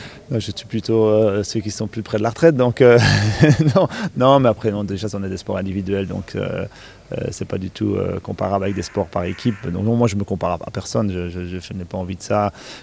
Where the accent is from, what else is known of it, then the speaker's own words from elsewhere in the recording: Belgium; en tant que Belge